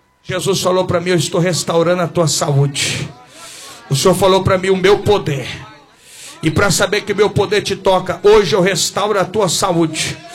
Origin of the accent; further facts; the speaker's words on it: Goiás, Brazil; desculpa a expressão vulgar, eu sou do Goiás.